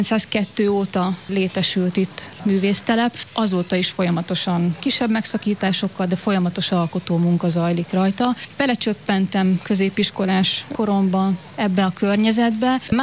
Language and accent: Hungarian; Szolnok, Jász-Nagykun-Szolnok, Hungary; born there; nem hiába születtem oda, ahova születtem.